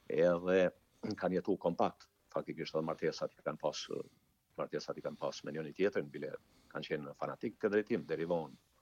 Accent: Deçan, Peja District, Kosovo; nga Komuna Deçanit

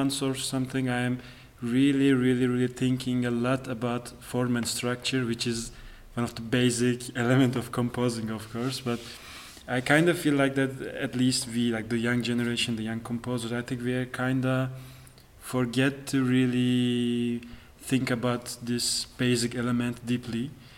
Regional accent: Istanbul, Turkey; I am 27 years old and I am coming from Turkey. I'm from Istanbul.

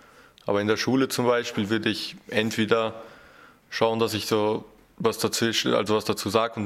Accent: Albania; ich bin Albaner.

